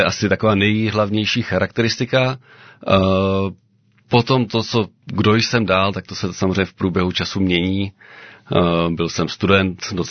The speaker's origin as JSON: {"language": "Czech", "town": "Zábřeh", "region": "Olomouc Region", "country": "Czechia", "said": "Pocházím ze Zábřeha, respektive z Rudy, což je vesnice kousek od Zábřeha."}